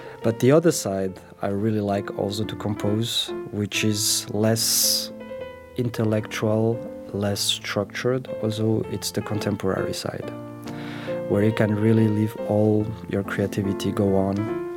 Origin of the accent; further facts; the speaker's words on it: Luxembourg; I'm a composer from Luxembourg.